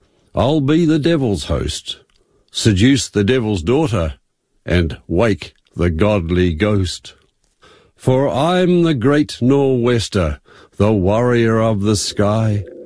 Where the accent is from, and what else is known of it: Roxburgh, Otago, New Zealand; born or raised there; now in Christchurch, New Zealand